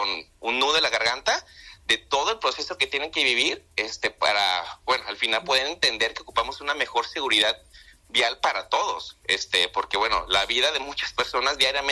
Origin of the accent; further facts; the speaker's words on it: Tepic, Nayarit, Mexico; de Tepic, Nayarit, Secretaría de Movilidad. ¿Qué se ocupa para hacer un conteo en Tepic?